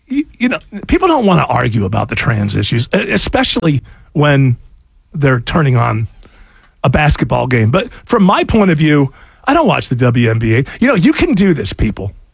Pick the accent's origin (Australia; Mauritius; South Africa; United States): United States; as an American